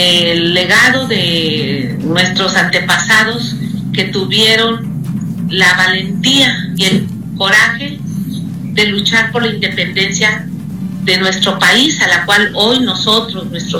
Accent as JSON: {"language": "Spanish", "region": "Veracruz", "country": "Mexico", "said": "como somos los veracruzanos y los mexicanos"}